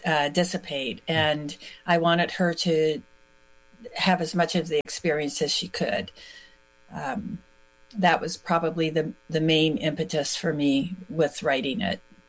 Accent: Canada; moved away; even though I am Canadian. My mom, all of my family lives in Canada

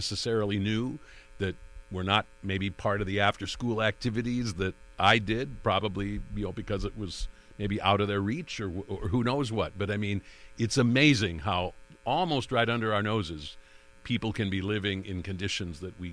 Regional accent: Iowa, United States; I grew up in a town in Iowa, a couple of them, not a whole lot bigger than yours

